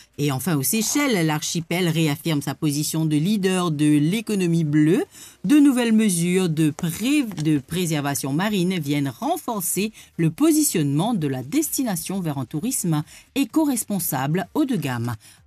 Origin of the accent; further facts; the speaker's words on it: Rodrigues, Mauritius; chez nous à Rodrigue